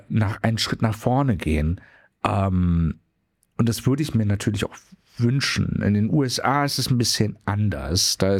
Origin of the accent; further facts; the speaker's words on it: Berlin, Germany; Ja, aber aber ich sehe mich ja auch hauptsächlich als Berliner